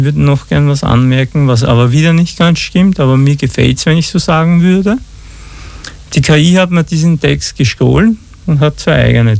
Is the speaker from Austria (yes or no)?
yes; Austria; Und plötzlich sind wir Österreicher alle Sieger